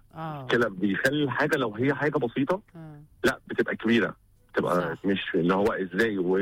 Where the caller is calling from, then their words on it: Egypt; لما جيت بقى وقررت ان انا استقر هنا في مصر.